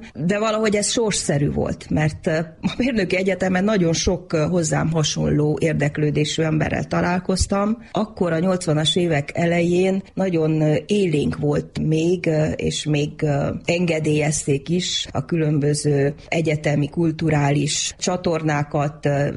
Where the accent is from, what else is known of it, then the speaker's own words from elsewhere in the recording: Satu Mare, Satu Mare County, Romania; Nagyon büszke vagyok rá, hogy a szülővárosom színházának előadásával nyitottuk meg a MITEM-et